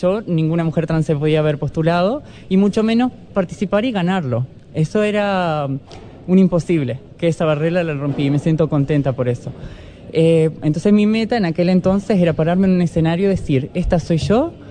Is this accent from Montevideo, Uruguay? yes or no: no; Cerro Largo, Uruguay; born there; por más que nací en Cerro Largo, en Isla Carmelo, pero siempre mis raíces están allá y he tratado de llevarla a todos lados que voy. Siendo una mujer transgénero del interior